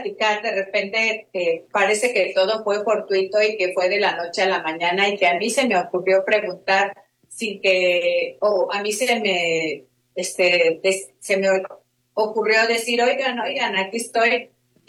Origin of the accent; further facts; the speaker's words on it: Guerrero, Mexico; así somos los guerrerenses